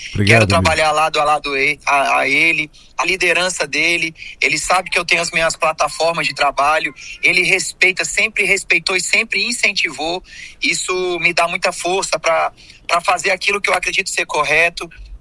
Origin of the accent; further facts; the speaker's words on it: Belo Horizonte, Minas Gerais, Brazil; born there; now in Roraima, Brazil; Eu nasci em Belo Horizonte, mas a minha terra, o meu amor, o meu coração é por Roraima.